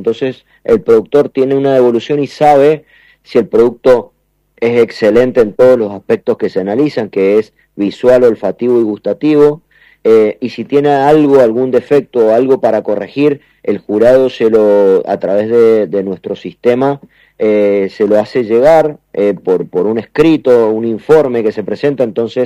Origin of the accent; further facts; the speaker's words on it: Mendoza, Argentina; nos sentimos y somos muy mendocinos y queremos mucho a nuestra provincia.